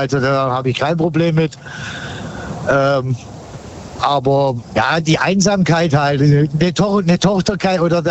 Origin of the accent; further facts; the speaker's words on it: Baden-Württemberg, Germany; Ich komme aus dem Kreis Tübingen.